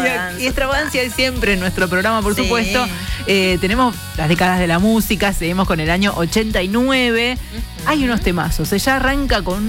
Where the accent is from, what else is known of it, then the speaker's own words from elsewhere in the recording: Spain; muy español.